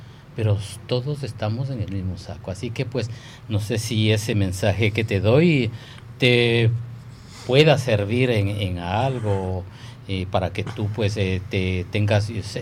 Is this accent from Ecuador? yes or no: yes; Ecuador; now in Belgium; aquí hay fiestas que hacemos los ecuatorianos